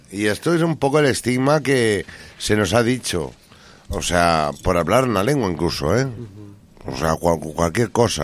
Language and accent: Spanish; Catalonia, Spain